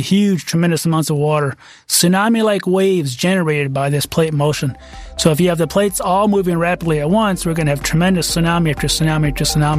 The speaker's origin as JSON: {"language": "English", "region": "Michigan", "country": "United States", "tie": "born or raised there"}